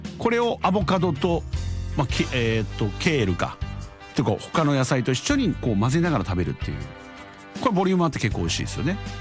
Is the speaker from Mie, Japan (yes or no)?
yes; Mie, Japan; 広島ではないです私ね、三重ですけども